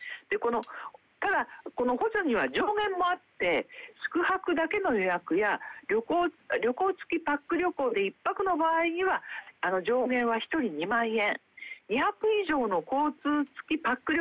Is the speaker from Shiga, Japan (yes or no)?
no; Nagano, Japan; 私も長野県人でね